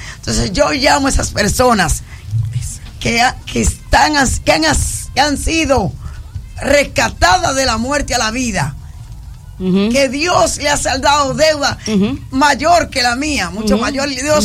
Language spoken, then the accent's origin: Spanish; Dominican Republic; nosotros como dominicanos